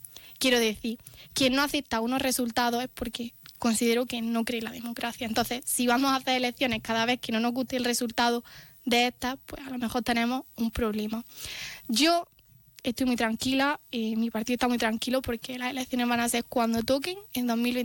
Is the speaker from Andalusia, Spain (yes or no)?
yes; Castril, Andalusia, Spain; yo súper orgullosa de mi pueblo.